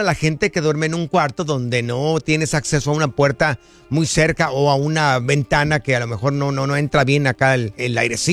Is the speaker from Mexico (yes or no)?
yes; Jalisco, Mexico; No, yo no soy de Culiacán, soy del estado de Jalisco.